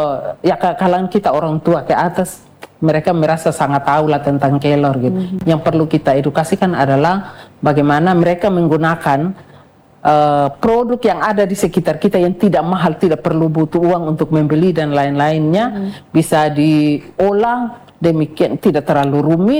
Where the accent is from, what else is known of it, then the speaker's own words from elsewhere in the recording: East Nusa Tenggara, Indonesia; Kita orang NTT